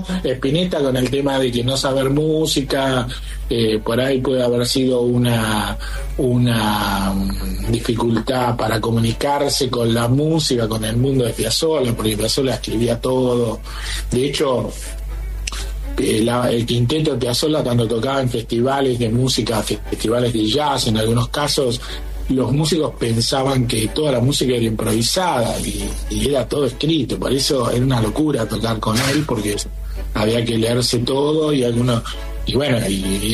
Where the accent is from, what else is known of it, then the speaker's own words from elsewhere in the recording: Caseros, Buenos Aires Province, Argentina; era de Caseros, donde yo nací.